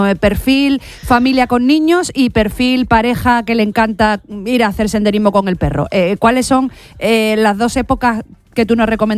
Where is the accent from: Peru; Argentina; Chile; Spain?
Spain; Álora, Andalusia; Ah, las sopas perotas de mi pueblo, de Álora.